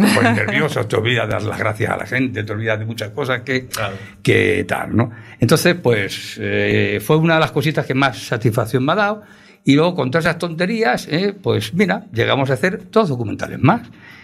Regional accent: Talavera de la Reina, Castilla-La Mancha, Spain; a mí, un castellano, un talaverano

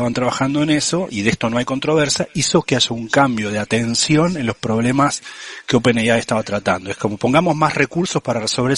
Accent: Argentina; porque yo como argentino uso un solo apellido

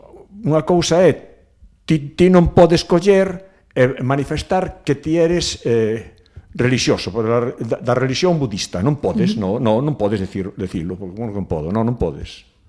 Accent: Esmelle, Galicia, Spain; also born or lived in Ferrol; nací en Ferrol, aínda que me criei en Esmelle, vivo en Esmelle tamén.

